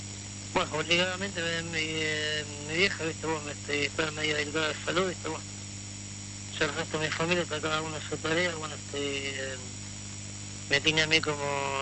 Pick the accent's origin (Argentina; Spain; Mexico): Argentina; La Tablada, Buenos Aires Province